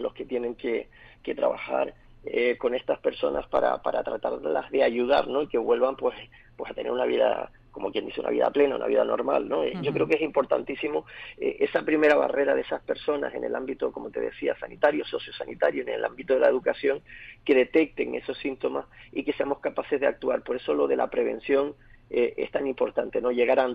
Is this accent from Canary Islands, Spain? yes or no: yes; Lanzarote, Canary Islands, Spain; por aquello de que soy de Lanzarote, tú lo sabes